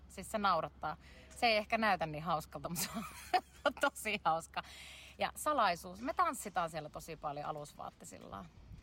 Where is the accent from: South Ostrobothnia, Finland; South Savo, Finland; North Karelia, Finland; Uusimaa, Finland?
North Karelia, Finland; Kitee; moved away; Olen itse Kiteeltä. Alun perin mun äiti asuu siellä edelleen, joten aina lomilla käydään paljon siellä